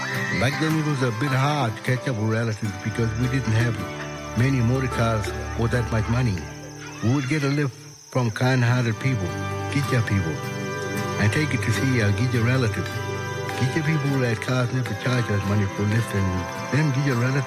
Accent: Wyndham, Western Australia, Australia; In the 70s, I grew up in Wyndham.

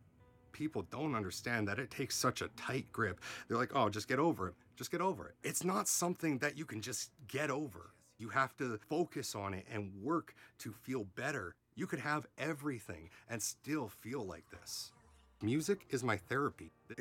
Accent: Burnaby, British Columbia, Canada; moved away; also born or lived in Surrey, British Columbia; I grew up in Burnaby, BC, outside of New Westminster. It's near Vancouver, it's all the same area. Then I moved to Surrey.

